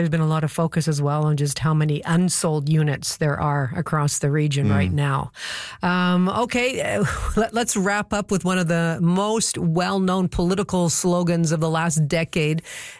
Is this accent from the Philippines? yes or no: no; Canada; I'm from Canada.